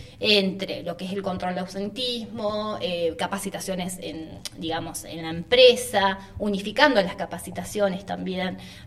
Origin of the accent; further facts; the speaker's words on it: Cipolletti, Río Negro, Argentina; bueno, soy acá de Cipolletti, nacida, criada